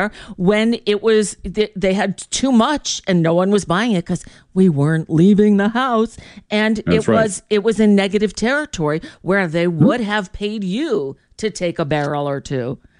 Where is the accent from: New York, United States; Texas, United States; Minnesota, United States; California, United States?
New York, United States; born there; I was born in New York, so I lived there for a little while.